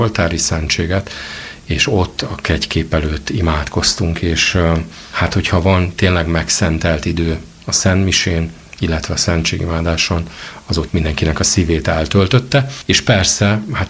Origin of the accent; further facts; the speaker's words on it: Oradea, Bihor, Romania; now in Vilnius, Lithuania; nekünk magyaroknak aztán végkép, illetve egy nagyváradi származású vagyok